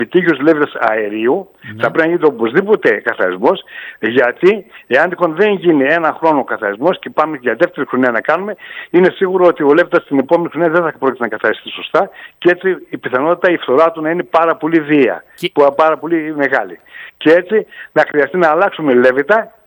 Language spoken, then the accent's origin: Greek; Greece; σαν Έλληνες